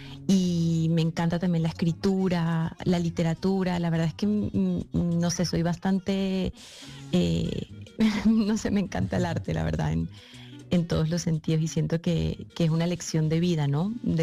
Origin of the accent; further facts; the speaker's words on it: San Cristóbal, Táchira, Venezuela; accent: more Colombian than Venezuelan; now in Spain; yo soy de San Cristóbal, que es frontera con Colombia, con Cúcuta. Entonces, en Venezuela dicen que los de mi tierra somos más colombianos que venezolanos, porque pues todos los fines de semana yo me iba a Cúcuta, hablo más como colombiana que como venezolana